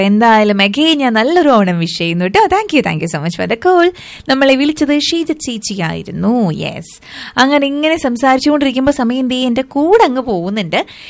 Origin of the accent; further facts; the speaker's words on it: Thrissur, Kerala, India; moved away; ഞാൻ തൃശ്ശൂരാണ് കേട്ടോ എന്റെ നാട്. നമുക്കറിയാലോ, അറിയാത്തവർക്ക് വേണ്ടി ഞാൻ വീണ്ടും പറയുന്നു, എന്റെ സ്ഥലം തൃശ്ശൂരാണ്.